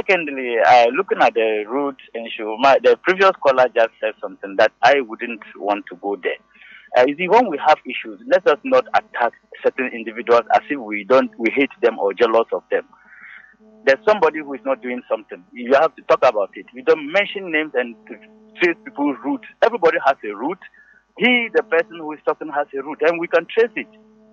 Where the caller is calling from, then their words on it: Accra, Greater Accra, Ghana; from Dansoman.